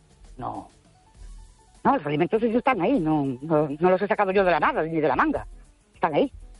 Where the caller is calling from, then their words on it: Ourense, Galicia, Spain; Buenas noches … de Ourense.